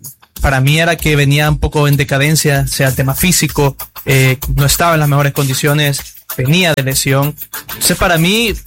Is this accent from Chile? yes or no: no; Sonsonate, El Salvador; yo, o sea, como salvadoreño y como sonsonateco